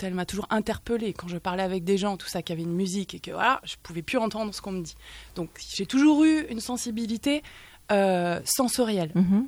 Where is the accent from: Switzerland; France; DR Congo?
France; Rennes, Brittany; born there; moved away; also born or lived in Périgueux, Dordogne; De Rennes. Ouais. C'est là-bas que j'ai grandi principalement toute mon enfance.